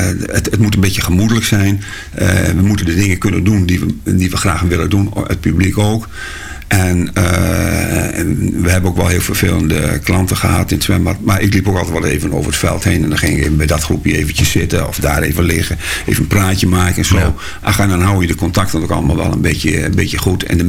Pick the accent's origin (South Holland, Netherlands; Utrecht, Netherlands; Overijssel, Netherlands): Overijssel, Netherlands; Hardenberg; Ik kom uit Hardenberg en wij zwommen vaak in de Vecht en ja, in de Raderwijkerbeek.